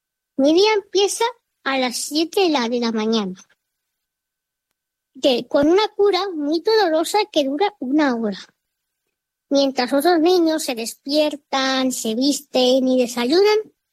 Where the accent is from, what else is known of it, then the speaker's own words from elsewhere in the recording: Seville, Andalusia, Spain; tengo 12 años, soy de Sevilla, en España